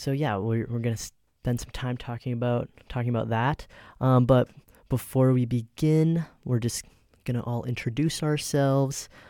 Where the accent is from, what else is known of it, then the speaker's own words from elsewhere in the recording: Winnipeg, Manitoba, Canada; moved away as an adult; now in Vancouver, Canada; I am of Machif and Settler ancestry from the Red River, and I was born and raised on Treaty 1 territory in Winnipeg, Manitoba.